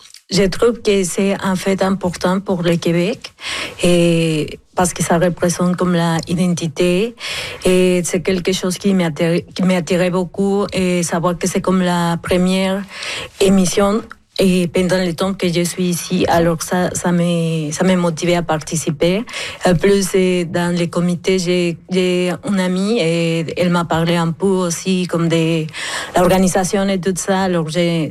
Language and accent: French; Mexico; moved away as an adult; now in Sept-Îles, Canada; je suis originaire du Mexique.